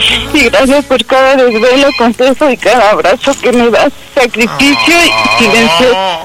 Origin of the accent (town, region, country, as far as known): Iztapalapa, Mexico City, Mexico